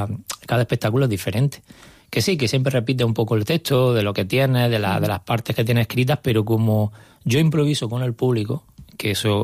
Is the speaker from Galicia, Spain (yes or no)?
no; Almería, Andalusia, Spain; Y a mí también me encanta Almería, actuar en Almería. Aunque sea mi tierra